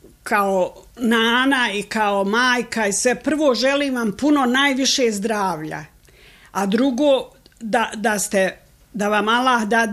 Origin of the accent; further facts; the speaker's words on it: Vogošća, Federation of Bosnia and Herzegovina, Bosnia & Herzegovina; Onda sam se, kad sam se udala, ja sam inače i rodom iz Vogošće, a u Vogošći ovdje sam se i udata.